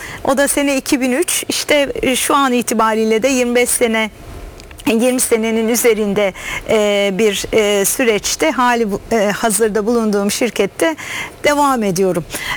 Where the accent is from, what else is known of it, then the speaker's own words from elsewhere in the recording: Istanbul, Turkey; İşte Boğaziçi Üniversitesi, ben İstanbulluyum. İstanbul'da olunca Boğaziçi Üniversitesi'ni tercih edeceğimi biliyorum.